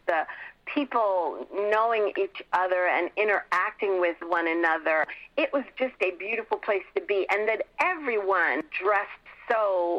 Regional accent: New York City, New York, United States; Harlem was such a beautiful, busy, wonderfully productive community when I was growing up.

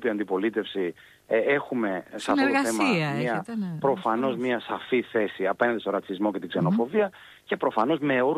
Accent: Greece; ως Έλληνες

